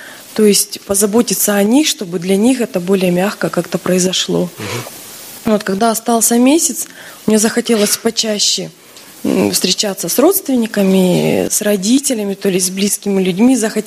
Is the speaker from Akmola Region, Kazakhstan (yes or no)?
yes; Kokshetau, Akmola Region, Kazakhstan; я из Кокштау.